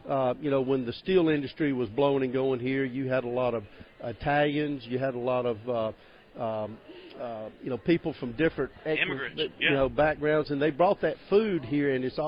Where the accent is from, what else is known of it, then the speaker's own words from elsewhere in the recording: Alabama, United States; Well, for somebody like me, I'm coming from Lounsboro, Alabama. We got about 40 people in the whole town, and that's if you're counting dogs and cats.